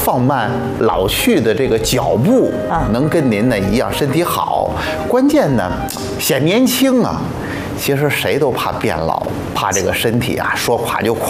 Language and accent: Chinese; Xuzhou, Jiangsu, China; 我是来自徐州的